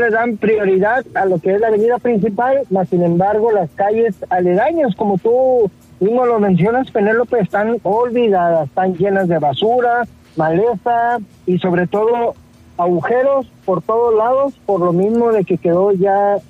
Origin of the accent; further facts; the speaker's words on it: Mexico; soy mexicano